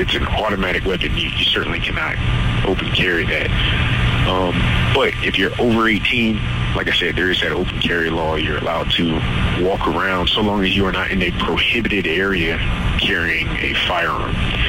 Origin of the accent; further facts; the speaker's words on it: Chesapeake, Virginia, United States; also born or lived in Portsmouth, Virginia; I'm born and raised, actually I was born in Portsmouth, but raised in Chesapeake. I graduated from Indian River High School.